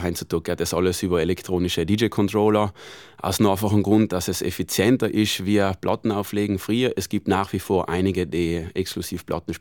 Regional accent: Trentino-Alto Adige, Italy; sei es weltweit, aber auch da bei uns in Südtirol ist das ein sehr männerdominierter Job.

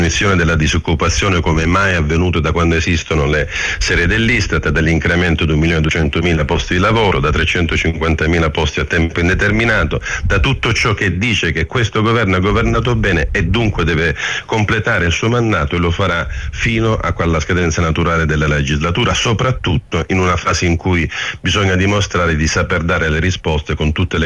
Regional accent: Sicily, Italy; Io sono eletto in Sicilia, sono siciliano, quindi naturalmente sono portato ad amare quella terra

